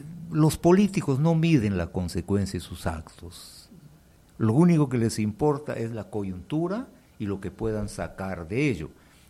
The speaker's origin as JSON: {"language": "Spanish", "country": "Peru", "said": "nosotros, como peruanos"}